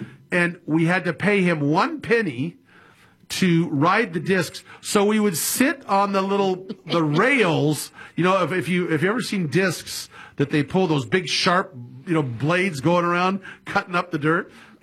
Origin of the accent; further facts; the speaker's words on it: Sacramento, California, United States; I will never forget when I grew up in Sacramento, back when it was, you know, there was newer houses in the early 60s